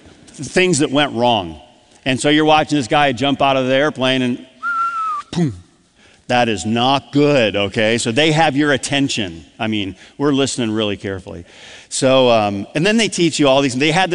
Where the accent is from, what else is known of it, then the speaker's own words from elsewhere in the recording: Adrian, Michigan, United States; I grew up in Adrian, Michigan.